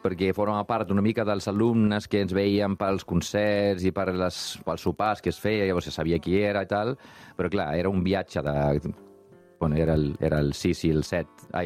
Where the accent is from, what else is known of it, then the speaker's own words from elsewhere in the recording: Iceland; first language Icelandic; Catalan is a second language; moved away as an adult; now in Barcelona, Spain; al meu poble, a Corere, d'Islàndia.